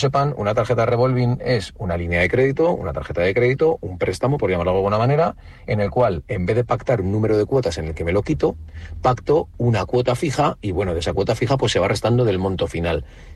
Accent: Spain; nosotros normalmente los españoles

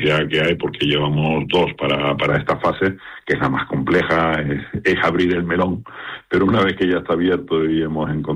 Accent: Canary Islands, Spain; En una región como la nuestra

